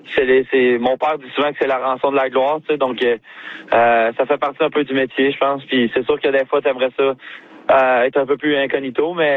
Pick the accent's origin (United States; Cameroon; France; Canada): Canada; Quebec; Comme t'as dit, en tant que Québécois, de jouer pour le Canadien, c'est spécial.